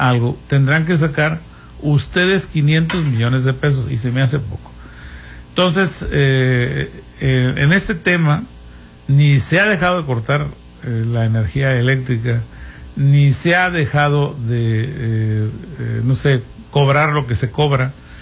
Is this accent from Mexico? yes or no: yes; Mexico; Yo no soy patriotero, no soy fanático, sí soy mexicano y a mucha honra